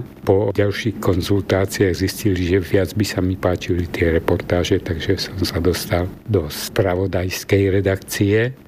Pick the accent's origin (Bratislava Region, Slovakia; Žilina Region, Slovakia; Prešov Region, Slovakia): Žilina Region, Slovakia; Vrútky; also born or lived in Párnica, Orava; keď sme sa z Oravy presťahovali do Vrútok, to som mal 5 rokov.